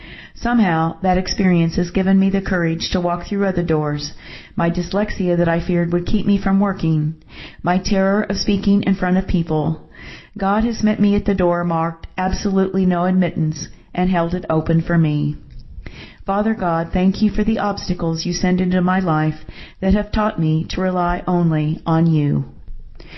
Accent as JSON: {"language": "English", "town": "Yakima", "region": "Washington", "country": "United States", "tie": "born or raised there", "lives_now": "Kent, United States", "said": "I grew up in Yakima, Washington, with a large extended family. We cousins were as close as brothers and sisters."}